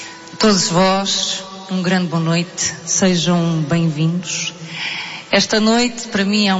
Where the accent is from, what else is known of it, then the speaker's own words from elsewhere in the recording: Portugal; na minha cidade, na cidade onde eu cresci.